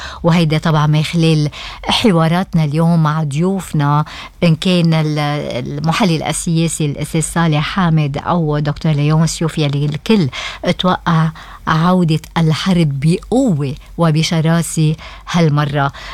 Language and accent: Arabic; Lebanon; حزب الله عنا بلبنان